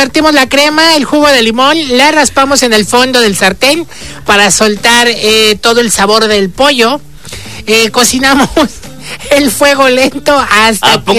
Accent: Yucatán, Mexico; Yo sí me siento orgullosamente yucateca porque

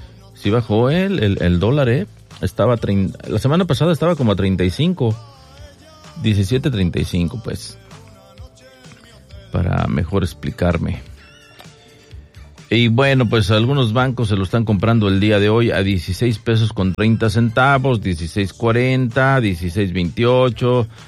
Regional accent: Mexico; ¿De dónde vienes? De México.

